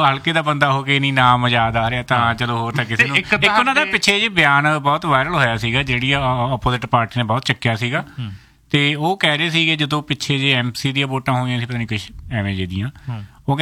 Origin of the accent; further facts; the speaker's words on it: Punjab, India; ਉਸ ਟਾਈਮ ਦੇ ਵਿੱਚ ਮੈਂ ਪੰਜਾਬ ਦੇ ਵਿੱਚ ਹੀ ਸੀਗਾ, ਤੇ ਕਿਉਂਕਿ ਆਪਣੇ ਪਿੰਡ ਨੂੰ ਮੇਨ ਜਿਹੜਾ ਸ਼ਹਿਰ ਲੱਗਦਾ ਉਹ ਸਮਾਣਾ ਹੀ ਲੱਗਦਾ ਜੀ।